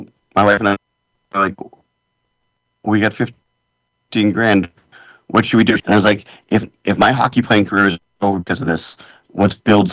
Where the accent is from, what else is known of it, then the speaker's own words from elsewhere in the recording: United States; I'm this American guy. And I went there with a very, to say, open heart is probably the best way I can explain it. Because I didn't go there to be like, I'm an American, I'm going to tell you how everything is.